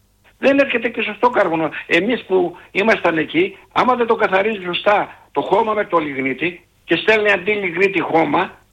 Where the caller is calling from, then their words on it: Kapnochori, Western Macedonia, Greece; Εγώ είμαι από το Καπνοχώρι. Καπνοχώρι Κοζάνης. Είμαι 3 χιλιόμετρα από τον Άγιο Δημήτριο.